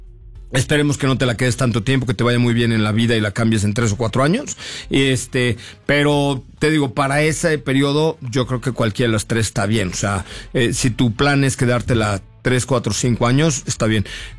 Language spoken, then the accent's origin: Spanish; Mexico City, Mexico; born there; italiano sí porque nací en la colonia Roma y soy inglés porque nací en la clínica Londres.